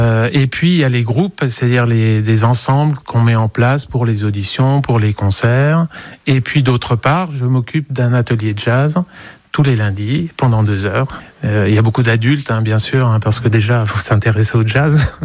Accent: Bourges, Centre-Val de Loire, France; En fait, je suis de Bourges, donc j'ai commencé à enseigner dans les environs de Bourges

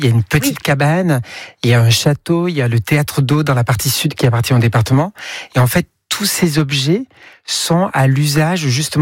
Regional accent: Albi, Occitanie, France; Albi, dans le Tarn.

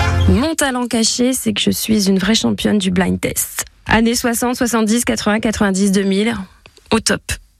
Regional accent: Saint-Brice-Courcelles, Grand Est, France; Champagne Ardenne. Je sais que je suis de Saint-Brice-Courcelles parce que j'y ai passé toute ma vie, ma plus tendre enfance, au centre social, et je suis même devenue animatrice dans le centre social qui m'a vue grandir.

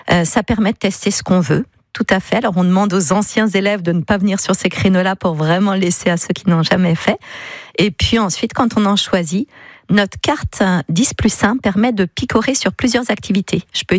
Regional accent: Paris, Île-de-France, France; moved away as an adult; now in Sablé-sur-Sarthe, France; moi, je ne suis pas sablonienne, je suis parisienne. Je suis arrivée à Sablé avec la compagnie de danse en 2001, puis vraiment installée en 2004.

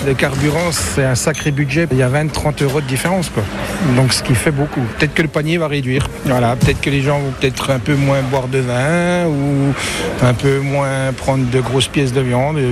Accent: Blamont, Bourgogne-Franche-Comté, France; je suis de Blamont, Pierre Fontaine-les-Blamont plus exactement

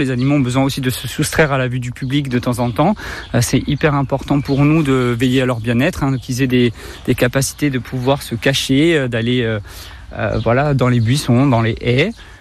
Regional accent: Corsica, France; moi je suis pas né en Corse, mais j'ai grandi en Corse. Je suis en Corse depuis la maternelle, hein, sur le Nebbio. Donc je suis originaire du Nebbio depuis tout petit. Ma famille du côté de ma mère étant de Farignolles.

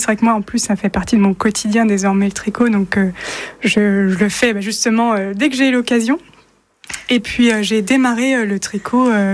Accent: Cholet, Pays de la Loire, France; moved away as an adult; also born or lived in Paris region; now in Saint-Herblain, France; Je suis originaire du Maine-et-Loire.

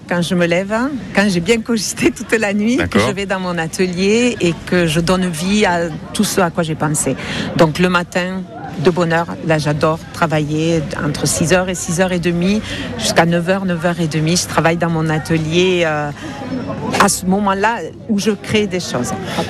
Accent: Fontenilles, Occitanie, France; Je suis de Fontenille.

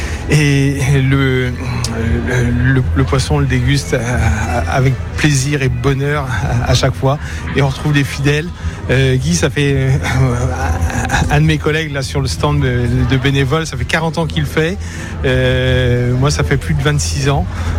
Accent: Brittany, France; vers chez nous en Bretagne, on avait le salage.

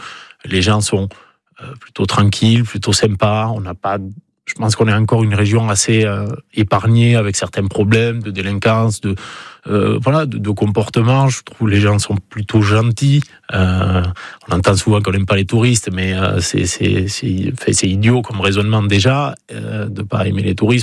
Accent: Ondres, Nouvelle-Aquitaine, France; also born or lived in Bayonne; Moi, j'ai grandi sur Ondre, en fait, durant toute ma jeunesse. Et après, et donc, j'allais à l'école à Ondre, au collège à Saint-Martin-de-Séliens, après au lycée à Bayonne, à Cassin.

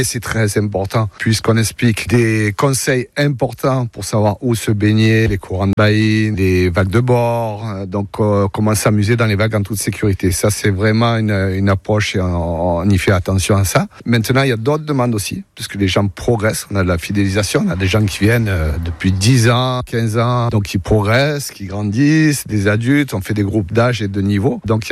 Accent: Marseille, Provence-Alpes-Côte d'Azur, France; born there; moved away as an adult; also born or lived in Sanary-sur-Mer, Var; now in Contis, Landes, France; je venais de Marseille, des quartiers nord. J'ai eu la chance vers 11 ans de déménager dans le Var, sur Sanary-sur-Mer pour ceux qui connaissent.

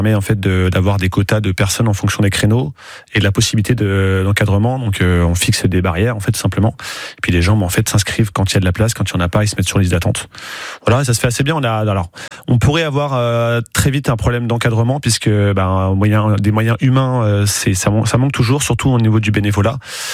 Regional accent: Le Mans, Pays de la Loire, France; born there; moi, j'adore l'abbaye de Lépau. Moi, j'habite vraiment juste à côté. Je suis à Lille au Sport. Donc, cet endroit me passionne depuis que je suis tout petit. J'y habite depuis j'ai 33 ans et ça fait 33 ans que j'y habite.

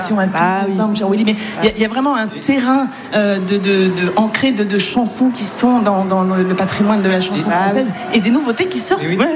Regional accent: south of France, France; Et c'est vrai que je viens du Sud. Donc je viens explorer l'ambiance.

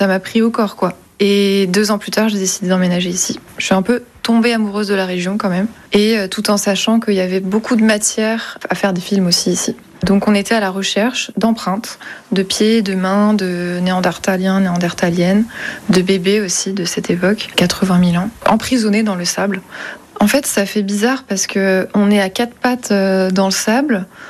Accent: Lyon, Auvergne-Rhône-Alpes, France; moved away as an adult; also born or lived in Ardèche; now in Cotentin, France; Moi, j'ai grandi à Lyon, enfin, entre Lyon et l'Ardèche. Je suis arrivée dans le Cotentin.

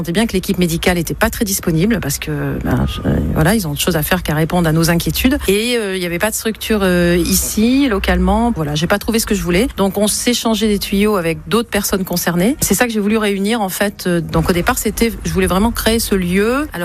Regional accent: Arcachon, Nouvelle-Aquitaine, France; born there; j'ai 61 ans, je suis née à Arcachon.

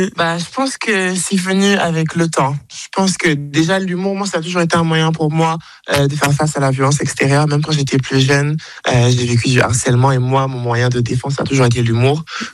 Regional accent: Côte d’Ivoire; moved away as an adult; now in France; Moi, j'ai grandi en Côte d'Ivoire, là-bas, il n'y a pas la question de la race, du racisme, tout le monde était noir.

